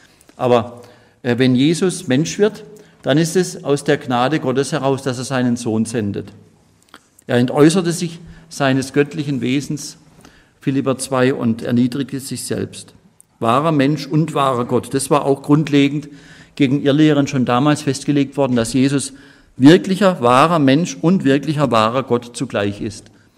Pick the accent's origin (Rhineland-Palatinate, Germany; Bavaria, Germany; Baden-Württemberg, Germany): Baden-Württemberg, Germany; Dann gibt es natürlich auch die Unionskirchen, etwa in Baden, wo ich herkomme